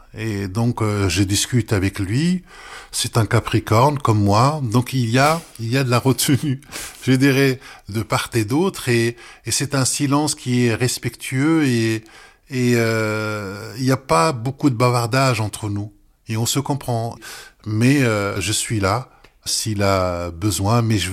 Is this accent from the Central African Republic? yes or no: no; Morocco; moved away; D'abord, c'est mon pays d'origine